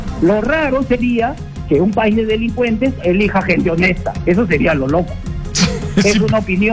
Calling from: Barranca, Lima, Peru

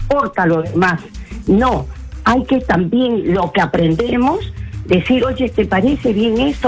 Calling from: Lima, Peru

